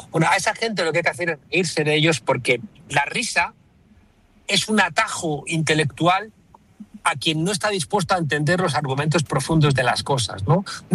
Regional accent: Spain; Y en España, en mi país, Vox y el Partido Popular, que son franquistas, también juntos tienen mayoría.

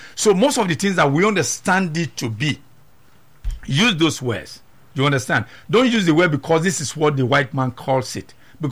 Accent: Edo, Nigeria; I'm from Edo State.

